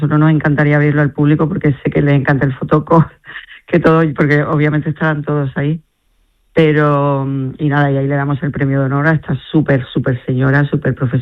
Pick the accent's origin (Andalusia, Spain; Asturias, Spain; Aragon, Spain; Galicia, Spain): Andalusia, Spain; Conil de la Frontera; Isabel Sánchez y yo somos de Conil.